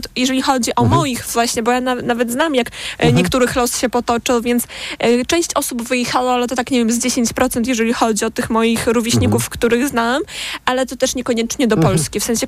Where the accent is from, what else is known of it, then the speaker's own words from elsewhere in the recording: Brest, Brest Region, Belarus; moved away; ja mieszkałam w centrum miasta, to znaczy w centrum Brześcia i od mojego domu, od mojego mieszkania 5 minut było samochodem do granicy.